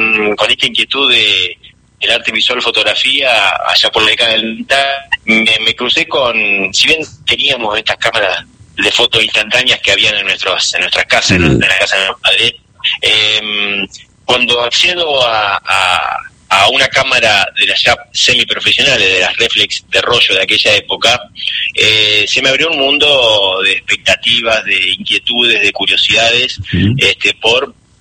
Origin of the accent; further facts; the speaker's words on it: Santa Rosa, La Pampa, Argentina; moved away as an adult; familia y el resto de las personas con las que transité gran parte de mi vida hasta los 18 años que emigré de Santa Rosa por cuestiones laborales.